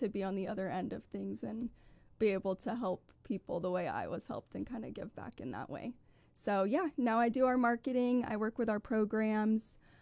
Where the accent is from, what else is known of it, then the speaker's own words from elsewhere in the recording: Boise, Idaho, United States; moved away as an adult; also born or lived in Georgia; I'm from Boise, a Boise native. There's not many of us, I feel.